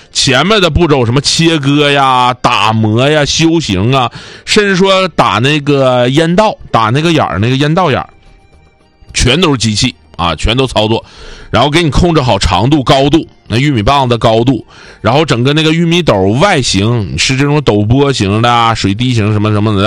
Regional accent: Northeast China, China; accent: Northeastern dialect; 用我们东北话讲

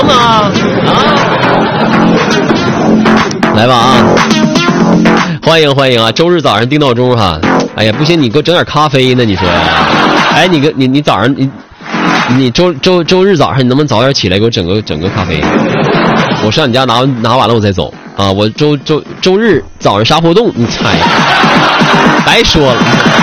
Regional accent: Jilin, China; 但那一时刻我们只代表咱们吉林人的实力和水平，对不对？吉林咱自己家的主持人

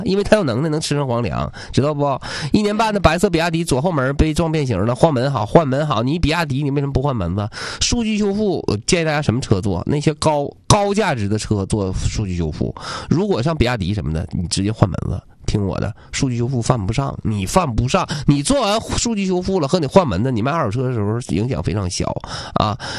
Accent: Liaoyuan, Jilin, China; 我搁辽源啊，我老家辽源的

